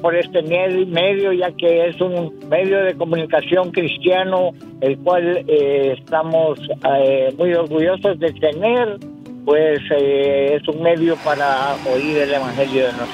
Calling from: Jacksonville, Texas, United States; Desde la ciudad de Jacksonville, Texas

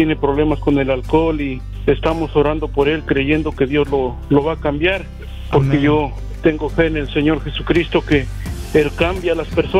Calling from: Brevard, North Carolina, United States; Yo los escucho desde Brevard, Norte Carolina

